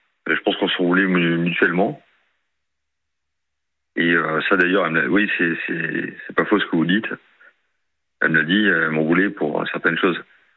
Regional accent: Pau, Nouvelle-Aquitaine, France; Sachant que moi je suis de Pau et elle...

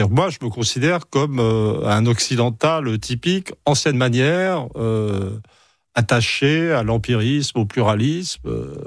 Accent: France; je suis un Français et rien d'autre, et un occidental.

